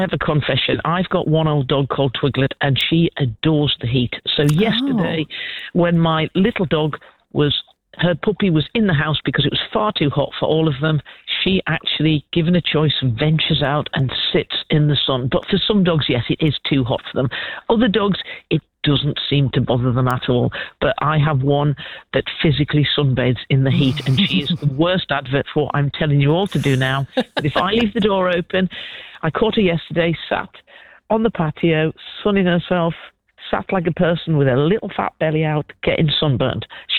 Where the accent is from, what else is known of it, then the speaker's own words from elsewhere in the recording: England, United Kingdom; We're English.